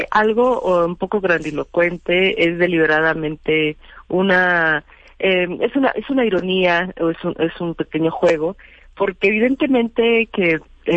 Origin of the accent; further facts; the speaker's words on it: Mexico City, Mexico; born there; also born or lived in Villahermosa, Tabasco; No nací allí, pero me llevaron cuando era muy pequeña. Yo nací aquí en la Ciudad de México, tendría yo 2 años cuando llegué a la ciudad de Villahermosa